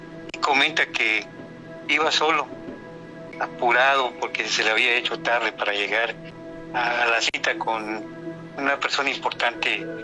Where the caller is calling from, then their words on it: Comitán, Mexico; de Comitán, Yucatán.